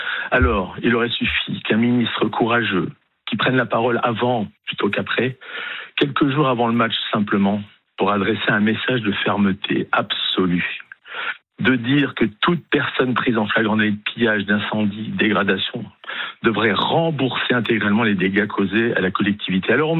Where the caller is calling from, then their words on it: Corsica, France; Je vous appelle de Corse.